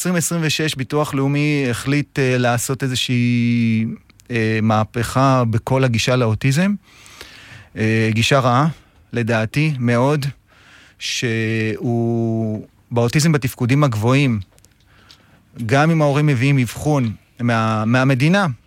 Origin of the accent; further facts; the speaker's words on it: Nahariya, Northern District, Israel; אני מנהריה, המשרד מוקם שם, בן 45, אבא לשלושה.